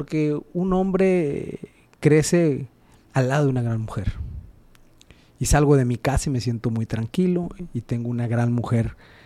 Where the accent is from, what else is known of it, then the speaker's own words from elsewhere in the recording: Culiacán, Sinaloa, Mexico; Pues he crecido aquí, conozco mi tierra, conozco mi ciudad. Y estoy en una etapa muy interesante de mi vida. Tengo 45 años.